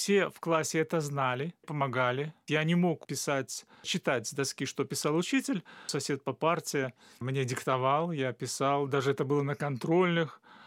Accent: Stowbtsy District, Minsk Region, Belarus; Я родился в Столбцовском районе, это Западная Беларусь.

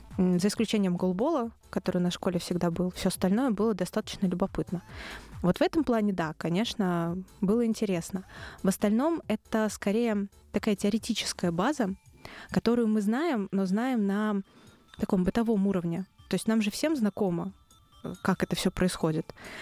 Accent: Nizhny Novgorod, Nizhny Novgorod Oblast, Russia; Я из Нижнего Новгорода

